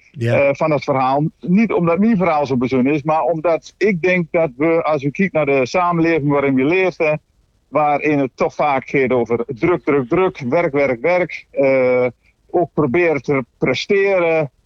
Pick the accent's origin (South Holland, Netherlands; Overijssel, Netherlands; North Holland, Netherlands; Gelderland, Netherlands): Overijssel, Netherlands; Lattrop; ik vertel waar ik vandaan kom van een boerderij in het puisje van Twente, zeg ik altijd, Latrop.